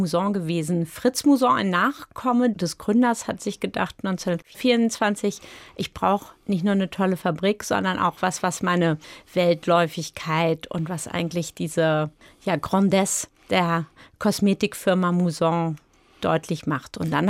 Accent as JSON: {"language": "German", "town": "Wiesbaden", "region": "Hesse", "country": "Germany", "tie": "born there", "said": "ich komme aus Wiesbaden"}